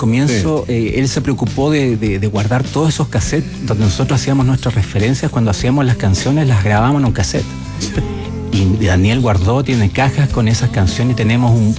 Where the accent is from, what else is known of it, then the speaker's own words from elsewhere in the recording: Chile; moved away; Yo me fui de Chile, me fui a México a probar suerte como compositor, como productor musical también.